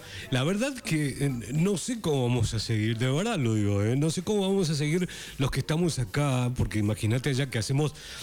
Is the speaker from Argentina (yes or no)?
yes; Argentina; somos argentinos.